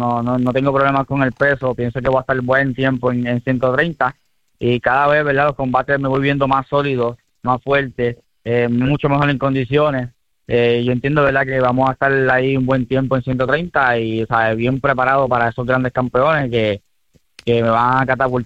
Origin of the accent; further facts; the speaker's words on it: Aguadilla, Puerto Rico; poniendo a Puerto Rico en alto, a mi pueblo de Aguadilla también